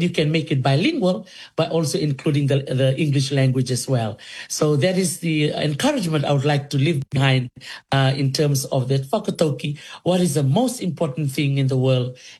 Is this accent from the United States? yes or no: no; Dholisuva, Fiji; also born or lived in Kandavu; young girl in Dholisuva village in the province of Netasiri. That's where I was raised. Even though I'm from originally from Kandavu